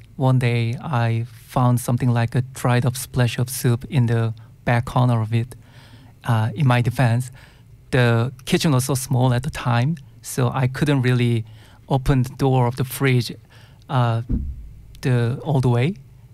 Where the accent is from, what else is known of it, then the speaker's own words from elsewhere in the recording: South Korea; first language Korean; English is a second language; My English is not fluent as my Korean. But actually in Korea, it's really common to have English lyrics in Korean songs.